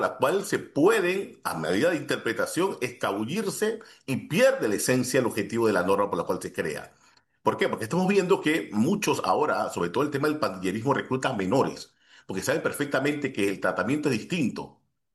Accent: Panama

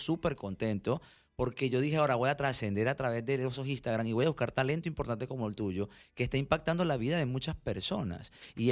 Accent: Barranquilla, Atlántico, Colombia; yo soy de costeño, allá de Barranquilla.

